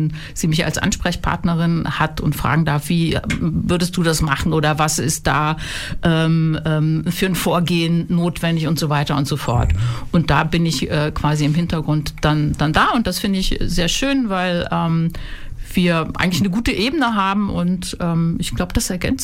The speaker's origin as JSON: {"language": "German", "town": "Mönchengladbach", "region": "North Rhine-Westphalia", "country": "Germany", "said": "Nein, ganz ursprünglich bin ich aus Mönchengladbach."}